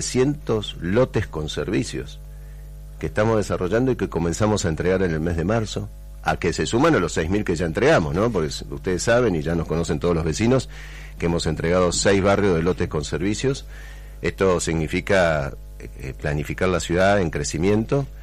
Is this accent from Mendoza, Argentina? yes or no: no; Neuquén, Argentina; Miren qué solidario que somos los patagónicos, específicamente los neuquinos, los rionegrinos, con el país.